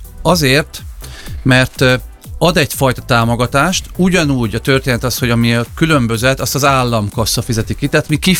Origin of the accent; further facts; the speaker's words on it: Szentes, Csongrád-Csanád, Hungary; én is Szentesi tanyavilágból származok, tehát termelünk, van egy ilyen bekötődésem